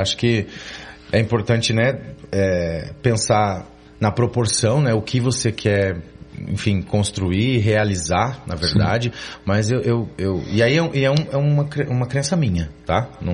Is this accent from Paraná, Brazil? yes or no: yes; Curitiba, Paraná, Brazil; Curitibano também.